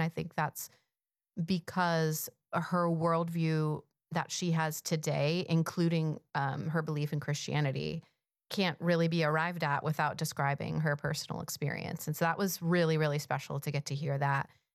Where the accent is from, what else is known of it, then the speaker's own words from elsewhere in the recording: Ohio, United States; I do want to ask if you've seen this news from my home state.